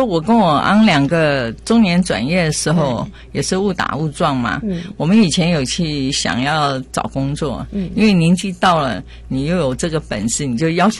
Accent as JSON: {"language": "Chinese", "country": "Taiwan", "tie": "born or raised there", "said": "因为我公婆都是山东日照人嘛，那我自己也是外省小孩，从小在空军眷村长大，我的母亲是北方人，很喜欢吃面食"}